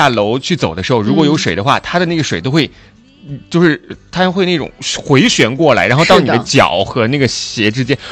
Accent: Sichuan, China; accent: Sichuanese; 我们四川话来说的话

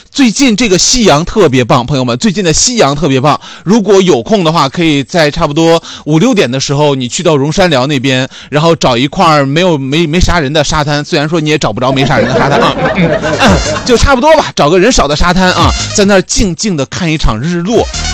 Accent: Hainan, China; 咱就是海南人，就是这身打扮

